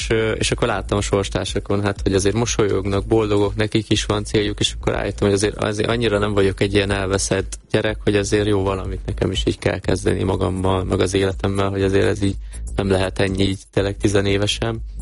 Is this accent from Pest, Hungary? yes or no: no; Nagyváty, Baranya, Hungary; born there; ugye a apukám maradt otthon a bátyámmal, ugye Pécs mellett, Nagyvátyon, ugye a szülőfalumba